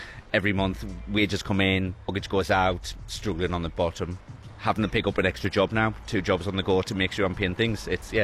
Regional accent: Sydney, New South Wales, Australia; I'm actually from Sydney, up here on working at the moment in the hospital.

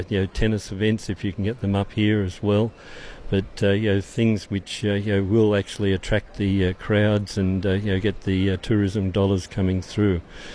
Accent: Sydney, New South Wales, Australia; I'm from Sydney and born there and lived there all my life, so over 70.

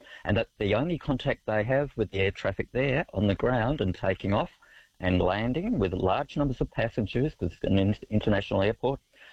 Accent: Canberra, Australian Capital Territory, Australia; Well, I'm originally from Canberra

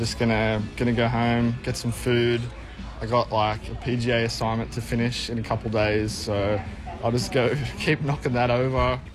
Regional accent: New South Wales, Australia; It's in my home state, New South Wales. It's only a couple hours away from where I live

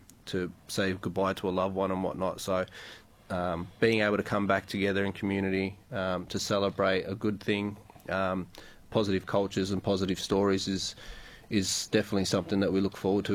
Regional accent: Melbourne, Victoria, Australia; I'm was born and raised in Melbourne.

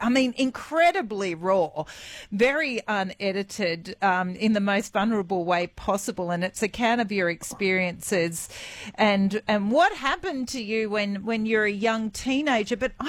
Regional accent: Central Coast, New South Wales, Australia; now in Tamworth, Australia; we also grew up together on the Central Coast at the same time in school together.

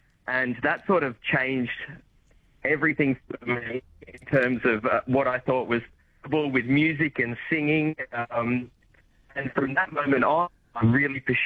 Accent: Port Macquarie, New South Wales, Australia; But it's really fantastic to come back to my hometown, and it's beautiful to be back in Port Macquarie.

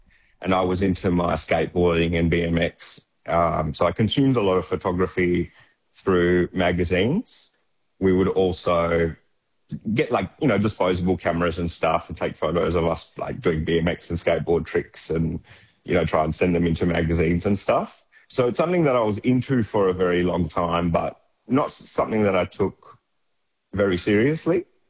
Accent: Broome, Western Australia, Australia; When I was growing up in Broome

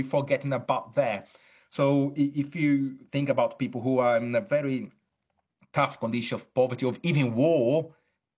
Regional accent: Brazil; English is a second language; now in Chichester, United Kingdom; I'm originally from Brazil, though I'm academic in at the University of Chichester in UK. I see a lot of that also in Brazil.

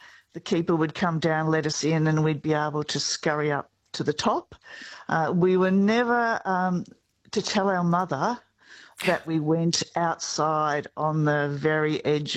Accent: Queenscliff, Victoria, Australia; Oh, well, I grew up in Queenscliff. So, as you would know, Queenscliff has a number of lighthouses

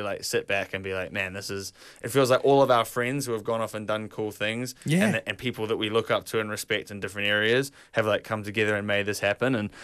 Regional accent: New Zealand; Like it's very hard to get out of there, and so we want to be like, we're a Kiwi band.

